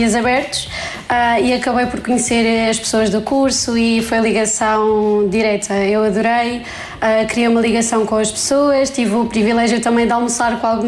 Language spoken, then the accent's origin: Portuguese; Portimão, Algarve, Portugal; tenho 21 anos, sou de Portimão e estou no terceiro ano da licenciatura em Dietética e Nutrição.